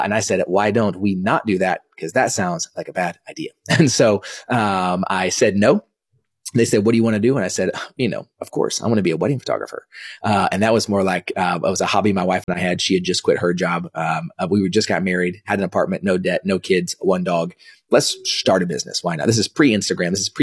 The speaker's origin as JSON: {"language": "English", "town": "Dallas", "region": "Texas", "country": "United States", "tie": "born or raised there", "also_born_or_lived": "Kansas"}